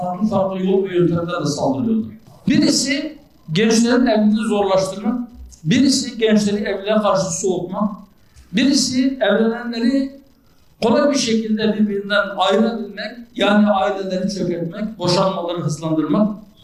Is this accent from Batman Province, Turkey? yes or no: yes; Batman, Batman Province, Turkey; Ben buradan, memleketimden